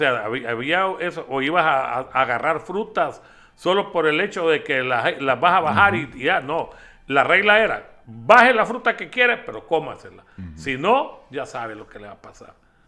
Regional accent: Honduras; yo soy capitalino, pero tuve una bendición, por decirlo así, que mi abuela tenía propiedades en la zona sur y nosotros en vacaciones nos íbamos a estar ahí un mes, mes y medio

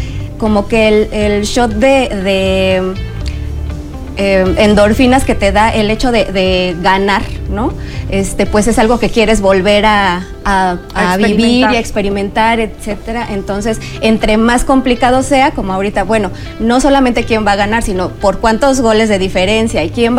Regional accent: Querétaro, Mexico; En el caso de los servicios de salud del estado de Querétaro, que es de donde yo vengo, hay 33 centros de salud

